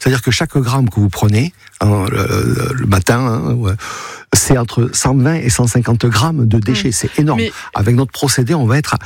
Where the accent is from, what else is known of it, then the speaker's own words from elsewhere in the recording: Toulouse, Occitanie, France; Comme en tant que Toulousain, nous aussi, on a vécu cette catastrophe